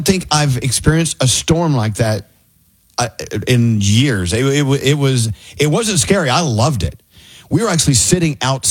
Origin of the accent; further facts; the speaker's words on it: Texas, United States; I'm from Texas. I'm from the South as well. I mean, I have family members that speak like that.